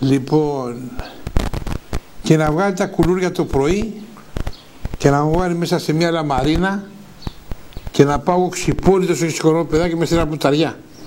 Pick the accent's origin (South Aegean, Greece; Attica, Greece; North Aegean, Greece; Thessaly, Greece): North Aegean, Greece; Chios; εμένα είμαι στο Τρίγωνο, εκεί γεννηθήκα εγώ, στον Κάτω Γυαλό.